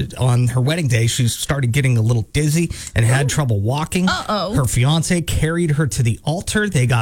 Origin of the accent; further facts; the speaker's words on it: Lancaster, Pennsylvania, United States; One's actually from right outside my hometown in Lancaster, Pennsylvania.